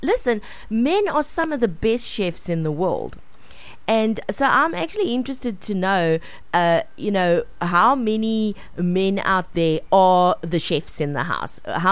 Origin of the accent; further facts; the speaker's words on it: South Africa; I am truly South African that way.